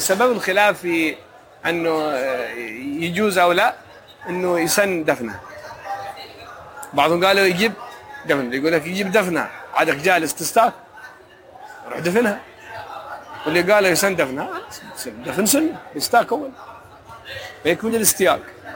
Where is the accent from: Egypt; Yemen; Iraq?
Yemen; عندنا في اليمن ماشي زيتون، الأراك والنخل عندنا